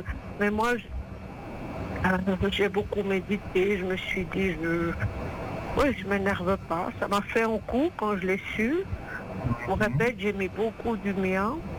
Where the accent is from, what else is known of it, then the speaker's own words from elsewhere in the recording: France; je suis quelqu'un de France